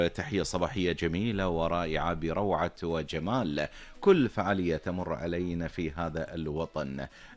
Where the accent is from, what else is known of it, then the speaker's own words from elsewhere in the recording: Kuwait; لديرتنا الحبيبة الكويت الغالية